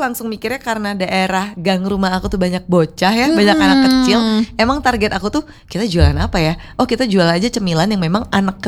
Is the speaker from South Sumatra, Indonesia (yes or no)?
yes; Palembang, South Sumatra, Indonesia; moved away as an adult; now in Bandung, Indonesia; Aku orang Palembang.